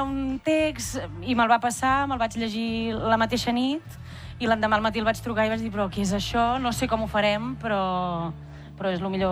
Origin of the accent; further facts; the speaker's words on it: Manlleu, Catalonia, Spain; Jo soc de Manlleu.